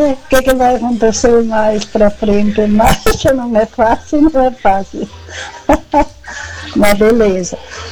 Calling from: Rio Grande do Sul, Brazil; eu sou gaúcha

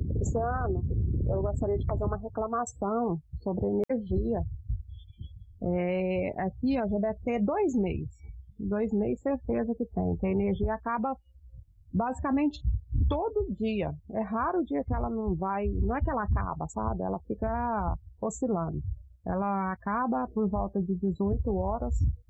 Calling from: Brazil; Eu sou aqui da região de Engenho Velho, Alegria.

